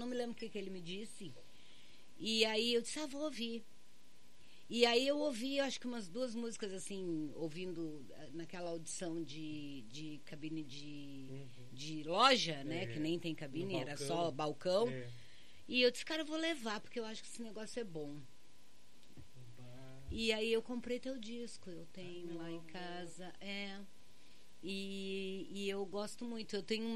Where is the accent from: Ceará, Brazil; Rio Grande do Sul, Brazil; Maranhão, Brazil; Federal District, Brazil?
Rio Grande do Sul, Brazil; Pelotas